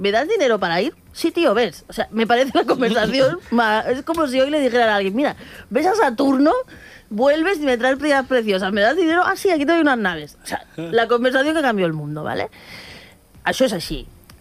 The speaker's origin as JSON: {"language": "Catalan", "region": "Catalonia", "country": "Spain", "said": "com a catalans, i sobretot com a Barcelona"}